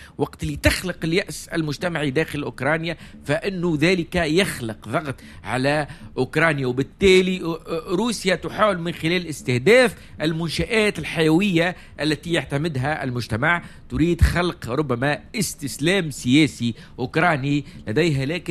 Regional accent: Tunisia; احنا كدولة تونسية

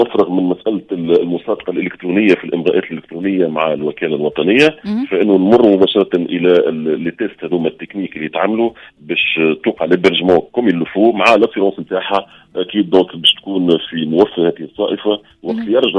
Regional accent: Tunisia; أنا مثلا تونسي

